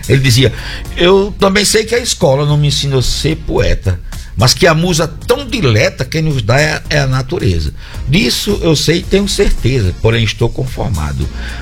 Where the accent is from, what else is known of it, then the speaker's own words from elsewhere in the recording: Grossos, Rio Grande do Norte, Brazil; Sou de Grossos, sou filho de Grossos, né? De uma ancestralidade muito rica, muito bonita, de muita inspiração.